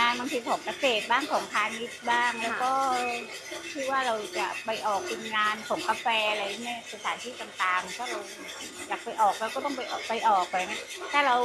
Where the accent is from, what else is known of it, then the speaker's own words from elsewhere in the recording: Surat Thani, Thailand; now in Ranong, Thailand; เป็นคนสุราษฎร